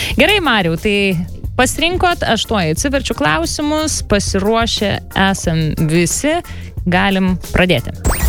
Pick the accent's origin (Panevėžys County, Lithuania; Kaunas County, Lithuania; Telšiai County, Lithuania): Panevėžys County, Lithuania; Pasvalys; Ne, aš iš Pasvalio.